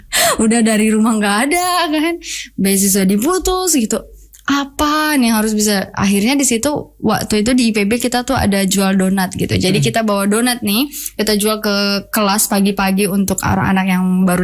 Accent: North Sumatra, Indonesia; moved away; also born or lived in Pematangsiantar; SMA Katolik ini di Siantar kan, jauh dari kampung saya. Saya tuh di kampung yang sangat kecil, sangat pedalaman.

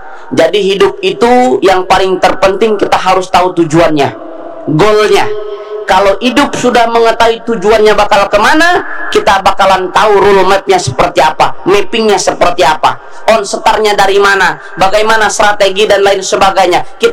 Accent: Samarinda, East Kalimantan, Indonesia; orang Samarinda kada kalah juga lawan orang-orang Jakarta

